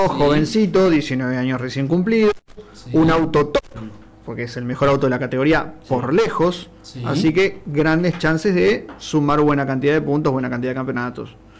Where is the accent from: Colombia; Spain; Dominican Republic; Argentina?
Argentina